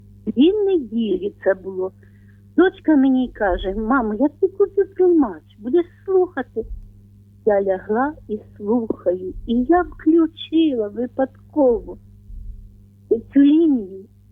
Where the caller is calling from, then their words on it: Vinnytsia Oblast, Ukraine; я з Вінниччини